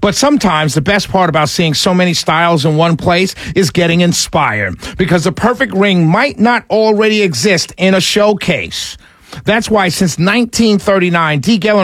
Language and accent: English; United States; I'm from America. Did I tell you I was from America? I'm proud to be an American.